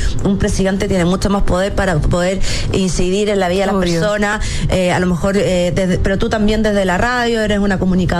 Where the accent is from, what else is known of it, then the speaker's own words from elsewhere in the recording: Chile; tenemos que también ser responsables en responder a los contribuyentes, que somos todos los chilenos.